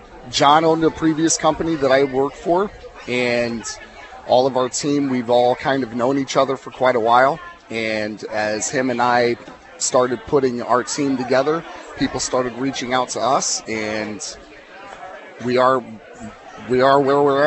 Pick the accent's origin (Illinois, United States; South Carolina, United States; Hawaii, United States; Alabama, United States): Illinois, United States; Mount Pulaski; born there; now in Springfield, United States; I was born in Mount Pulaski.